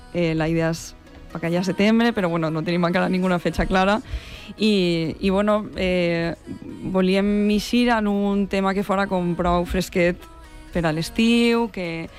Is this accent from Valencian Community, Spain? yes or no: yes; Benissa, Valencian Community, Spain; Jo sóc de Benissa.